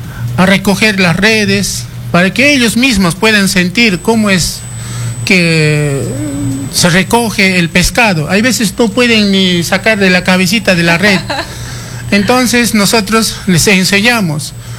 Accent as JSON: {"language": "Spanish", "region": "Puno", "country": "Peru", "said": "saludarles desde el lago navegable más alto del mundo, que nosotros venimos y mantenemos nuestra cultura viva"}